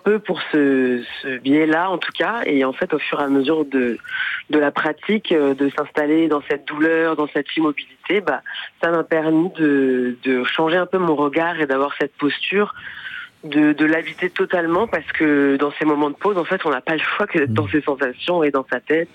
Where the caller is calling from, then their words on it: Montreuil, Île-de-France, France; De Montreuil.